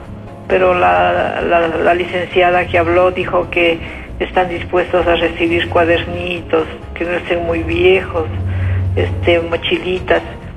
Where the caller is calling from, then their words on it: Quito, Pichincha, Ecuador; De aquí, de Chillogallo.